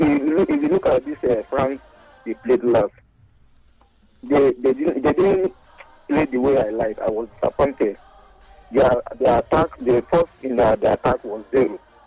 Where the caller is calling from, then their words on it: Nigeria; I'm calling you from Wendele.